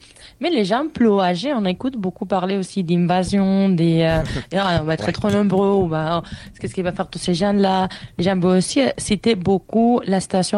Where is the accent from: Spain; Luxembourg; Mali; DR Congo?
Spain; also born or lived in Valencia; now in Canada; en étant espagnol et vivant en Canada, je fais quand même pas mal des fois les retours